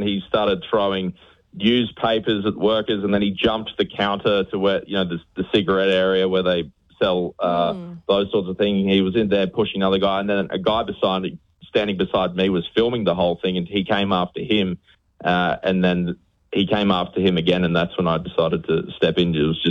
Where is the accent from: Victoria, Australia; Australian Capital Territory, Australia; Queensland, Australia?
Queensland, Australia; Gympie; Yeah, I grew up in Gympie in regional Queensland